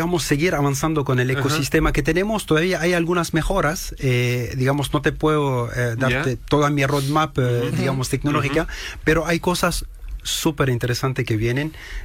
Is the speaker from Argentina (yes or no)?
no; France; also born or lived in Lebanon / United States / Paraguay / Bolivia; Yo nací en el Líbano, y luego yo crecí en Francia, viví un poquito en los Estados Unidos, en Paraguay, en Bolivia, entonces, hijo del mundo.